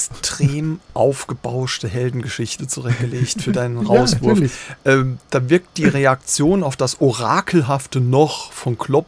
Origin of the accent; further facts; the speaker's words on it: Neunkirchen, Saarland, Germany